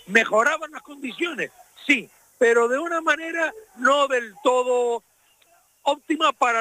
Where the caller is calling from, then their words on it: Canary Islands, Spain; Y somos canarios, y yo soy canario como tú